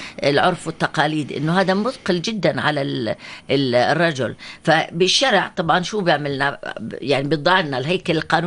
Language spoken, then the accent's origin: Arabic; Jordan; احنا عندنا بالاردن مثلا في مقدم ومؤخر